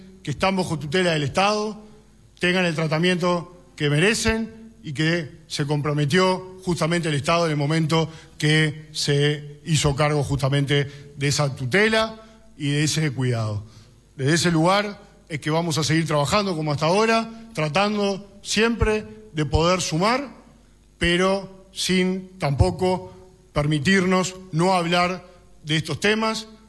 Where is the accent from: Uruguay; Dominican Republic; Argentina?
Uruguay